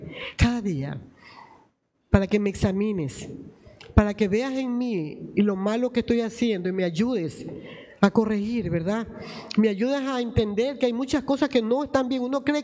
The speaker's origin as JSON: {"language": "Spanish", "town": "Guayaquil", "region": "Guayas", "country": "Ecuador", "tie": "born there"}